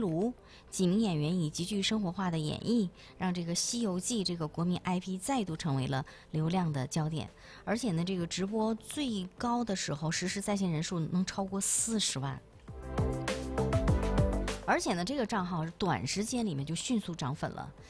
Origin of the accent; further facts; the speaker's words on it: Liaoning, China; 对于咱们辽宁人来说啊，这种表演形态不算陌生啊。